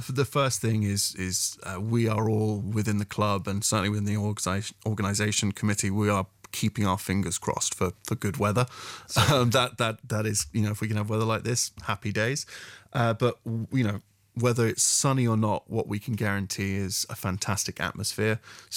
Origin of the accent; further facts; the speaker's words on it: Luxembourg; moved away as an adult; also born or lived in United Kingdom; I grew up in Luxembourg, and when I went to university in the UK